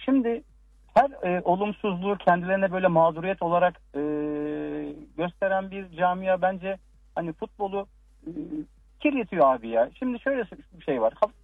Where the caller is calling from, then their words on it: Istanbul, Turkey; İstanbul.